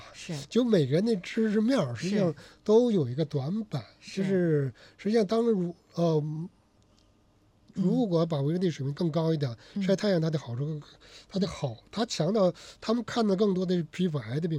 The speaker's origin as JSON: {"language": "Chinese", "country": "China", "said": "我们中国人普遍，尤其中国的女性普遍晒太阳不足的"}